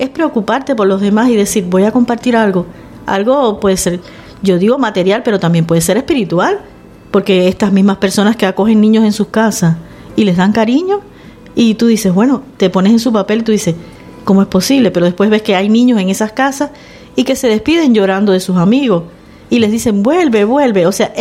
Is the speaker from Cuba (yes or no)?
yes; Cuba; now in Canary Islands, Spain; en Canarias nunca me han discriminado por ser cubana, no es el caso, a veces ya no ni me doy cuenta que soy cubana